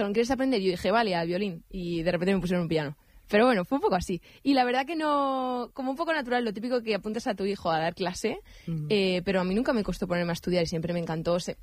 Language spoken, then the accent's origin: Spanish; Madrid, Community of Madrid, Spain; Pero yo sí, soy madrileña.